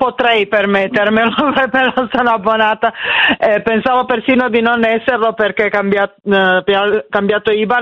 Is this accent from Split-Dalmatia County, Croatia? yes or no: yes; Split, Split-Dalmatia County, Croatia; now in Milan, Italy; sono di Spalato.